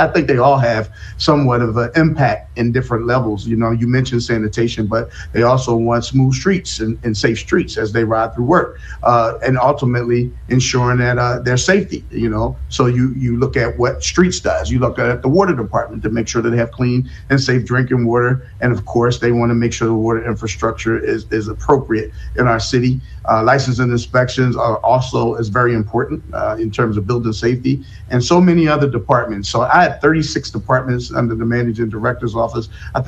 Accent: Philadelphia, Pennsylvania, United States; Well, I'm from West Oak Lane. Okay. That's where I grew up throughout my whole life. Right now, I live in the Northeast Philadelphia. I was born in North Philadelphia.

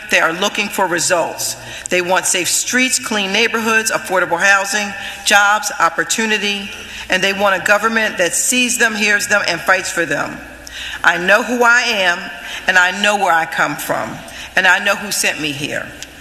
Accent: Philadelphia, Pennsylvania, United States; we've been born and raised here in the city of Philadelphia. I know what it's like to be poor in Philadelphia because I grew up poor in Philadelphia.

